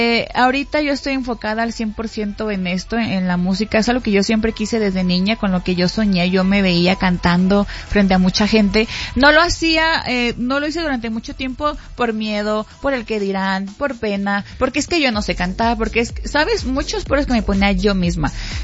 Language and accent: Spanish; Mexico; Yo soy así, regional mexicano forever, soy mexicana